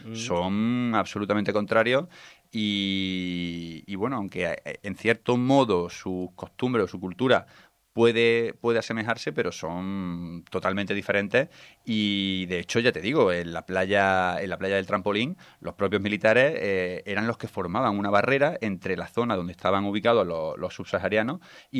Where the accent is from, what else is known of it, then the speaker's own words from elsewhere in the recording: Spain; Como ciudadano español y como la historia que nos precede, pues...